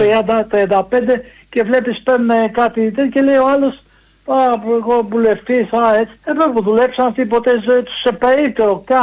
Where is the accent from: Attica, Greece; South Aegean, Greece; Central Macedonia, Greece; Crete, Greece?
Attica, Greece; Chaidari; από το Χαϊδάρι.